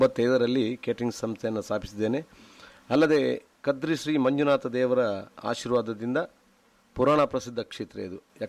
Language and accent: Kannada; Mangaluru, Karnataka, India; ನಮ್ಮ ಊರಿನಲ್ಲಿ ನಾವೊಂದು ಇಲ್ಲಿ ಹುಟ್ಟಿದ್ದಕ್ಕೆ ಸಾರ್ಥಕ ಅಂತ ಹೇಳ ಬಯಸ್ತೇನೆ.